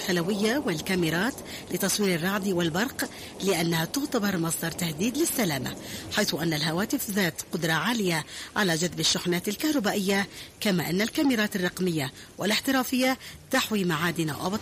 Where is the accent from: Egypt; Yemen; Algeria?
Yemen; بلادنا اليمن